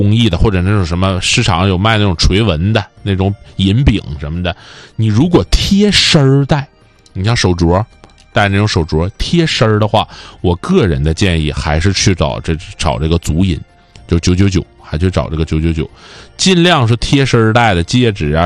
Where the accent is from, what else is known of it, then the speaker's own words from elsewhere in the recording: Northeast China, China; accent: Northeastern dialect; 我们东北话这个憋度啊，我不知道南方朋友能不能听懂啊